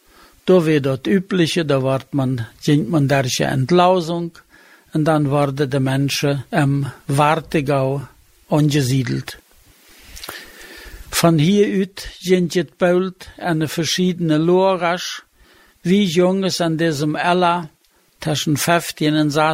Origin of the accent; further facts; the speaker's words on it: Piatykhatky, Dnipropetrovsk Oblast, Ukraine; German is a second language; Ich bin Pietschichatka in der Ukraine geboren. Sie dort abgewachsen und hab dort gelebt bei der deutschen Truppe.